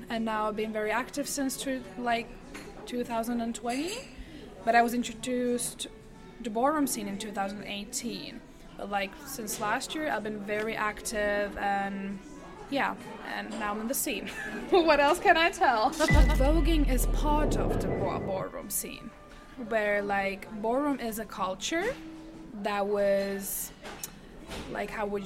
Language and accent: English; Vaasa, Ostrobothnia, Finland; now in Helsinki, Finland; I'm originally from Vaasa. It's a smaller town in Helsinki. Not Helsinki, Finland.